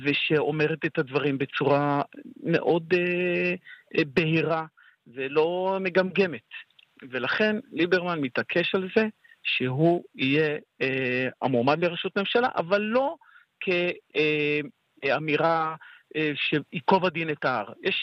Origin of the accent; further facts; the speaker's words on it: Beit She'an, Northern District, Israel; בית שאן זה הבית, זה תבנית נוף מולדתי, שם ביתי, כאן נולדתי, הייתי פה ראש עירייה, חבר מועצת עיר 23 שנים ו5 שנים ראש עיר